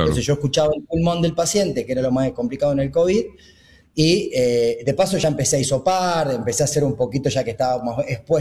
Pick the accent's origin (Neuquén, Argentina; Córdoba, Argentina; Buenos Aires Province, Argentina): Córdoba, Argentina; Monte Maíz; Yo soy del interior de Córdoba, una localidad llamada Monte Maíz, alejada de la capital a 300 kilómetros.